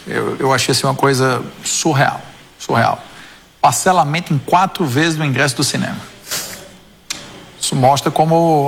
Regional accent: Ceará, Brazil; Eu sou cearense, tá?

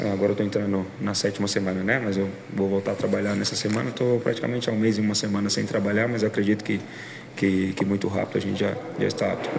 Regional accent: Goiás, Brazil; moved away as an adult; also born or lived in Spain / Croatia; Joguei no Minas Tênis Clube, sou goiano, fui para a Espanha em 2015, fiquei 10 anos na Espanha, um ano na Croácia e hoje estou de volta.

